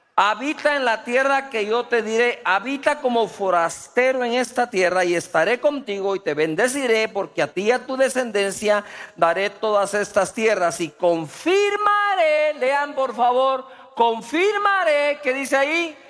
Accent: Guatemala

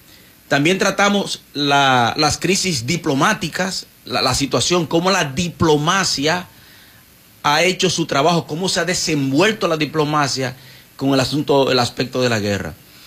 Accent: Dominican Republic

